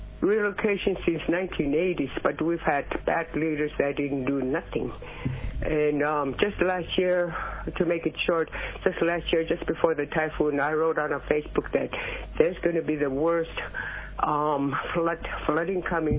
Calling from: Kwigillingok, Alaska, United States; I'm from Guilinok.

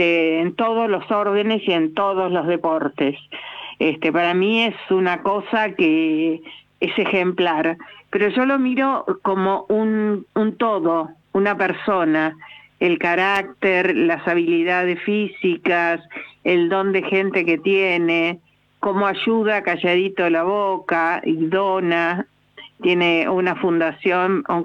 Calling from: Acasuso, Buenos Aires Province, Argentina; Buenas noches, Hernán. … de Acasuso.

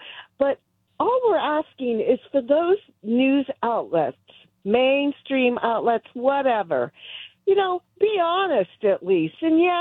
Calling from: California, United States; as the California residents and citizens

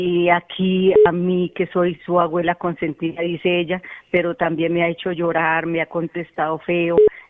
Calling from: Colombia; yo soy muy, muy colombiana, muy compatriota.

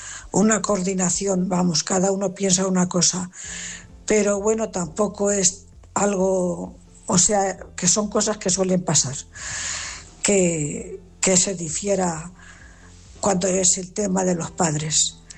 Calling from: Cuenca, Castilla-La Mancha, Spain; Buenas noches … corresponsal de Cuenca. A ver, Marcos, paisano, por tus palabras, adivino que somos.

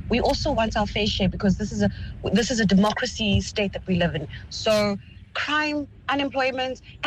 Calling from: South Africa; I'm a South African, a hardworking South African

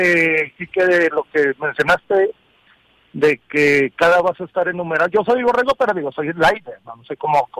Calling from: Monterrey, Nuevo León, Mexico; Mi madre todavía vive aquí en Monterrey

